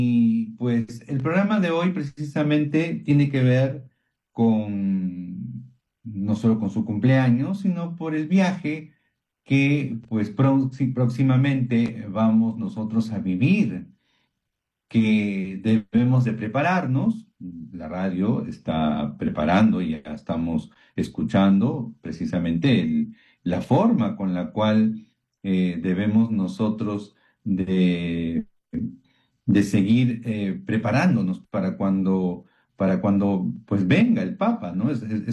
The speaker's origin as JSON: {"language": "Spanish", "country": "Peru", "said": "porque no solamente somos nosotros los peruanos, siempre se ha celebrado el 3 de mayo."}